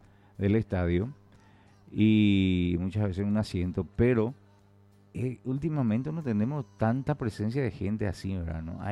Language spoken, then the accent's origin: Spanish; Pedro Juan Caballero, Amambay, Paraguay; muchos somos pedrojuaninos